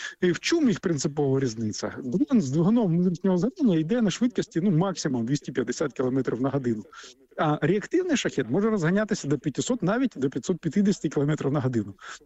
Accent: Sumy, Sumy Oblast, Ukraine; якщо взяти моє рідне місто Суми, якому я був геть недавно.

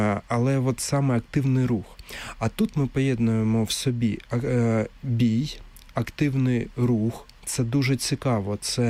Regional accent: Kharkiv, Kharkiv Oblast, Ukraine; в Харкові, це моє рідне місто

